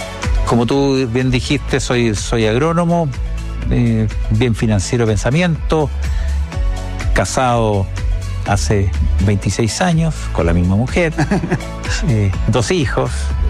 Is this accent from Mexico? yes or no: no; Coquimbo, Chile; moved away as an adult; yo soy nacido en Coquimbo, estudié en el colegio en Coquimbo, después estudié agronomía acá en la Católica, de una familia de empresarios